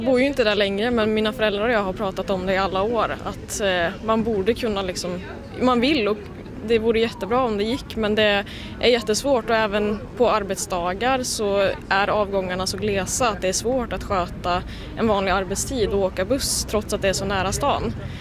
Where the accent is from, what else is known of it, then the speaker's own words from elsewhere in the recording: Värmland, Sweden; jag är uppvuxen strax utanför Karlstad, 9 kilometer. Och ändå så, alltså det går en buss hem fredag eftermiddag och sen är man fast till måndag morgon.